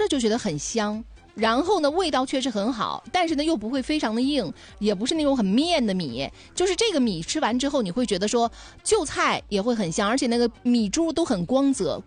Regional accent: Northeast China, China; 咱们东北人要吃米啊

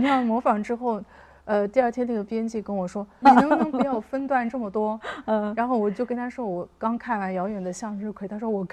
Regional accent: Ili, Xinjiang, China; born there; moved away; 我就从城南走到了城北，我出生的地方，我发现那里变化很大。就是我们以前房子面前是土路，没有那个路标什么的，这次我去发现那一片就是完全的就是一马平川

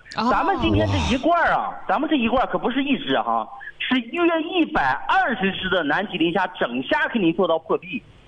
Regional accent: Dalian, Liaoning, China; 咱们大连人是非常熟悉的

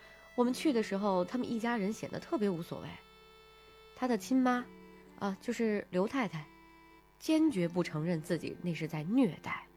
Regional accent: Northeast China, China; 我们老家在东北，屋外的温度还是-10几度呢。

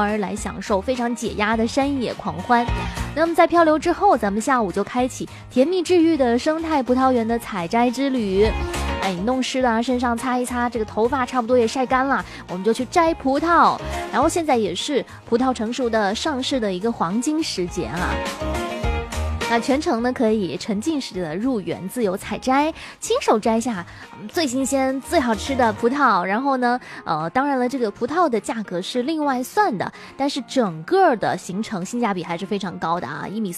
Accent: Nanchang, Jiangxi, China

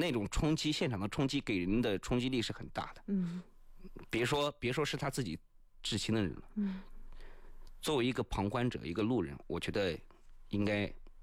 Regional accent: China; 我们作为一个中国人不能忘记先烈，

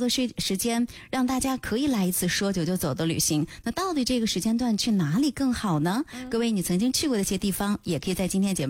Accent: Shanxi, China; 作为我们山西人可能在中午的时候大家都喜欢吃面吧，

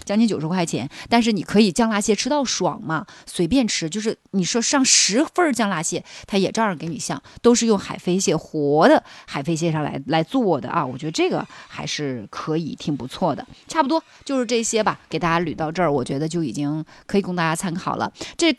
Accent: Northeast China, China; 反正可能我是东北人，非常符合我东北人的口

